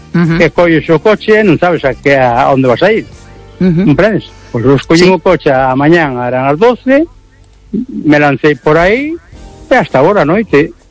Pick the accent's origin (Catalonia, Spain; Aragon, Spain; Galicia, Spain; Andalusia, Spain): Galicia, Spain; Cangas